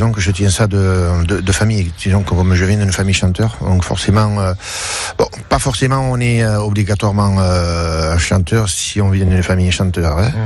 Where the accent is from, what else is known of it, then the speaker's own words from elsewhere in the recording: Marseille, Provence-Alpes-Côte d'Azur, France; born there; now in Martigues, France; Moi, je suis né à Marseille. J'ai jamais vécu à Marseille, mais par contre, j'habite à Martigues.